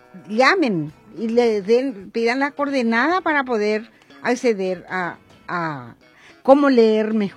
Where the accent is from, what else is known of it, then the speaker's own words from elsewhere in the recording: Paraguay; Yo soy paraguaya, Tommy, yo me quedo en Asunción.